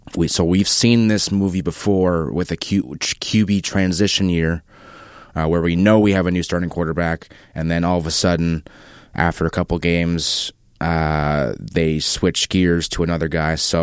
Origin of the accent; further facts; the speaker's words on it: Ottawa, Ontario, Canada; I'm from Ottawa.